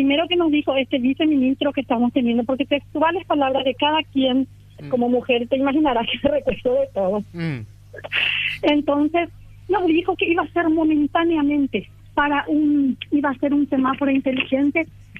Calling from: Paraguay; como somos los paraguayos

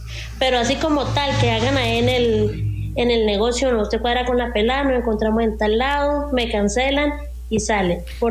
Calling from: Huila, Colombia; yo soy del Huila.

